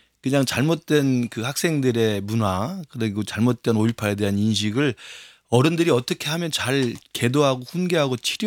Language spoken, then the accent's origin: Korean; Honam, South Korea; 저도 호남 사람이지만 호남에도 억양 사투리는 다 달라요. 지방마다. 광주 다르고 그 전남 다르고 전북 다릅니다.